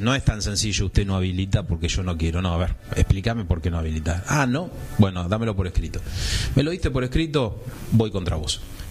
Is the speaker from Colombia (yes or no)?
no; Argentina